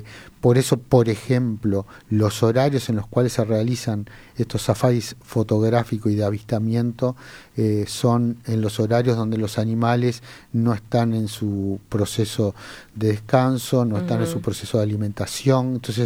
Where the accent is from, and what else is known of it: Uruguay